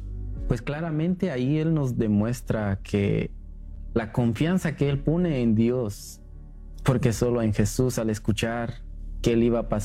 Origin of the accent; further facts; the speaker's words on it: Guatemala; soy de Guatemala